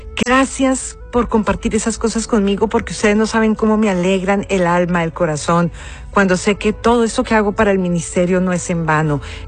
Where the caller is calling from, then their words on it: Peru; saludos desde Perú. Te sigo desde los 17 años, cuando vivía en la selva central y te escuchaba en una radio de onda corta. Y ahora tengo 37.